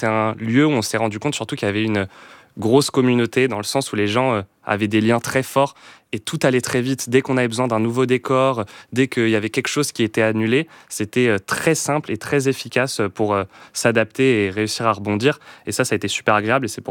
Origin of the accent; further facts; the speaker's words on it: Nantes, Pays de la Loire, France; Bah alors nous, on vient de Nantes et depuis toujours, on est très attaché à la Bretagne en fait. Nantes n'est pas en Bretagne, mais nos familles, on a nos grands-parents tous les deux en Bretagne, dans le nord et le sud.